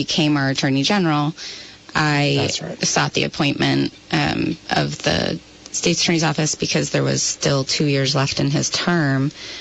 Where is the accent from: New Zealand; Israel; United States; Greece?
United States; Quechee, Vermont; I grew up in Queechy, Vermont. I went to Hartford High School.